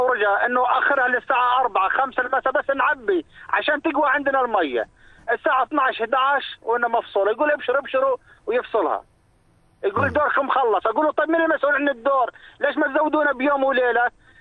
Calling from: Jordan; احنا سكان ذهيبة الشرقية اسكان المكرمة الهاشمية تبع الأسرة العفيفة.

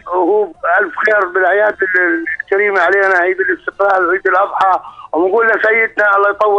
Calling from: Irbid, Irbid Governorate, Jordan; من اربد، حكيت معك من اربد. … حكيت معك.

